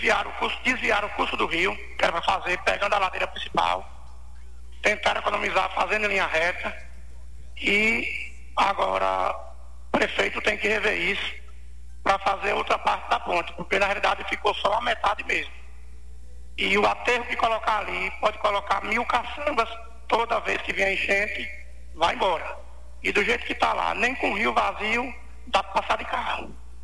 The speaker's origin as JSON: {"language": "Portuguese", "region": "Bahia", "country": "Brazil", "tie": "born or raised there", "said": "Eu conheço a região, sou filho de lá, me criei na Gameleira"}